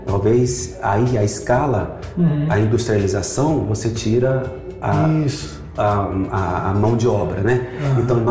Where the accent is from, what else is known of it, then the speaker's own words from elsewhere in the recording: Catalão, Goiás, Brazil; born there; moved away as an adult; now in Brasília, Brazil; Eu nasci em Catalão, Goiás.